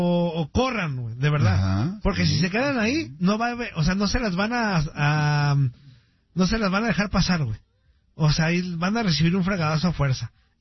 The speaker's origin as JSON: {"language": "Spanish", "country": "Mexico"}